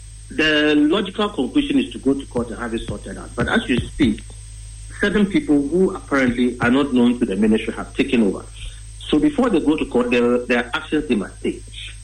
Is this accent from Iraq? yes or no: no; Ghana